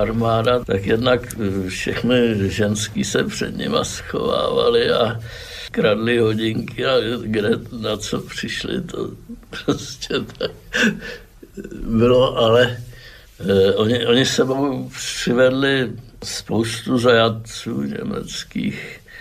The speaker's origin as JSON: {"language": "Czech", "region": "Prague", "country": "Czechia", "tie": "born there", "moved": "yes", "lives_now": "Vyskytná, Czech Republic", "said": "narodil jsem se 19. srpna 1943 v Praze."}